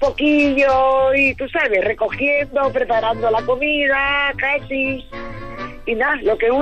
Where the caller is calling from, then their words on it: Antequera, Andalusia, Spain; de Antequera.